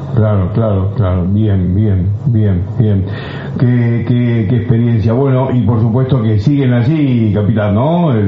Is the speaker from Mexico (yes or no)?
no; Argentina